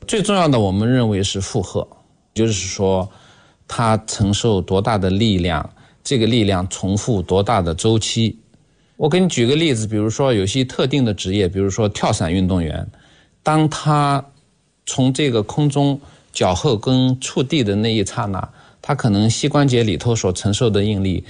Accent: China

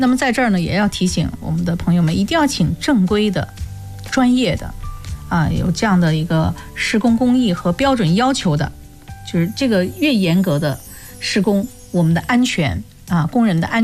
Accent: Lianyungang, Jiangsu, China; accent: Lianyungang dialect; 如果说我们连云港方言的话

